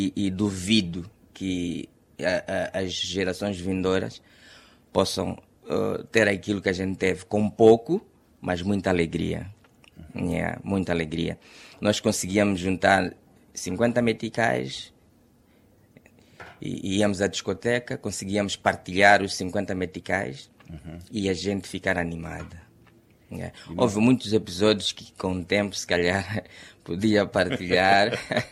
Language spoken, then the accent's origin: Portuguese; Tete, Mozambique; born there; also born or lived in the interior (rural area); conheci o Beto Mackenzie e foi meu primeiro amigo em Tete, porque foi lá da escola.